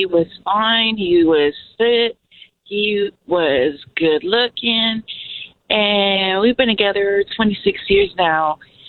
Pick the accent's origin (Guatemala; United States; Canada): Guatemala; I may not sound like it, but I am Latina from Guatemala.